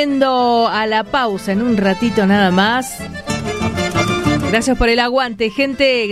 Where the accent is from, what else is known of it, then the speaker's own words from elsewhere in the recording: Argentina; somos argentinos